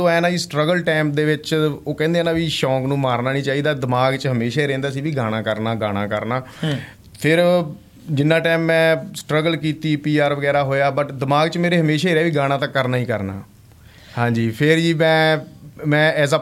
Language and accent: Punjabi; Sri Muktsar Sahib district, Punjab, India; moved away as an adult; now in New Zealand; ਮੈਂ ਪੰਜਾਬ ਦੇ ਵਿੱਚ ਜ਼ਿਲ੍ਹਾ ਸ਼੍ਰੀ ਮੁਕਤਸਰ ਸਾਹਿਬ ਜੀ, ਪਿੰਡ ਮੇਰਾ ਬਲਮਗੜ੍ਹ ਹੈ ਜੀ, ਛੋਟਾ ਪਿੰਡ ਆ ਮੁਕਤਸਰ ਦੇ ਨਾਲ